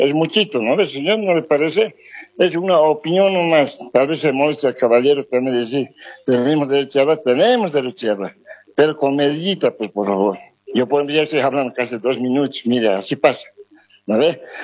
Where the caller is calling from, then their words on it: Cochabamba, Bolivia; de Cochabamba